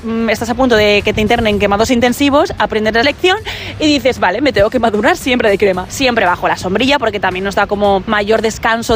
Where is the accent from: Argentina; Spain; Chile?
Spain; Valencian Community; mira, es que mi país es el mismo que el tuyo, soy de España, soy valenciana.